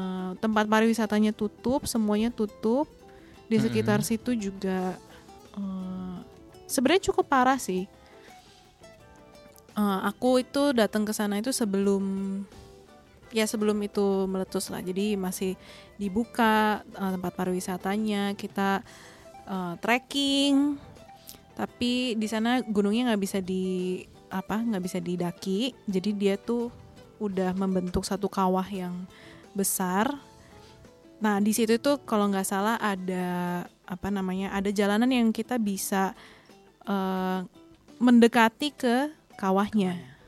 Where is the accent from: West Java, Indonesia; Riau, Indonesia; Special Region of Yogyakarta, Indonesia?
West Java, Indonesia; Bandung; born there; now in Jakarta, Indonesia; Sebenarnya aku lahir di Bandung. Keluarga besar aku semua orang Bandung, tapi kami tinggal di Jakarta, jadi merantau.